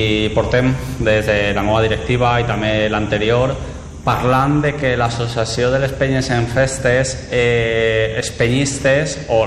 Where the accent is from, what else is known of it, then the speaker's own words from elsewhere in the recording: La Vall d'Uixó, Valencian Community, Spain; nosaltres som de la Vall d'Uixó.